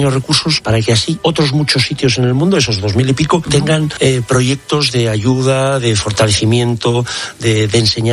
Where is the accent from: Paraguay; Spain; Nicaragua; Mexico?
Spain; Navarre; yo, como español, como navarro, como católico, estoy muy orgulloso de esa gente.